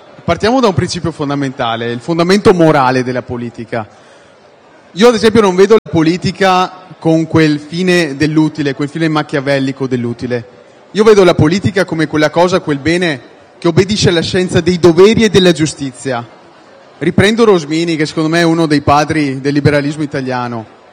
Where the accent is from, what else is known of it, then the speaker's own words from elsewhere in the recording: Veneto, Italy; nel mio paese, un piccolo paese nelle Prealpi in provincia di Treviso